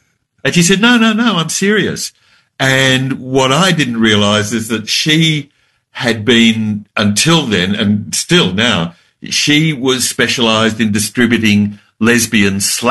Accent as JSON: {"language": "English", "town": "Melbourne", "region": "Victoria", "country": "Australia", "tie": "born or raised there", "said": "And I grew up in Thornbury"}